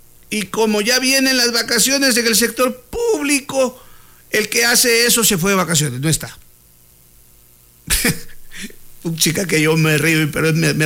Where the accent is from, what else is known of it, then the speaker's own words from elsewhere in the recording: Zaruma, El Oro, Ecuador; no me vean como alguien que no quiere el desarrollo de mi pueblo